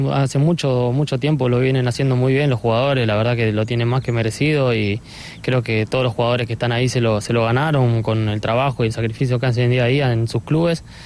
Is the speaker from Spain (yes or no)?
no; Argentina; Sí, sí, me hablan, me cargan porque somos argentinos y nosotros lo defendemos a muerte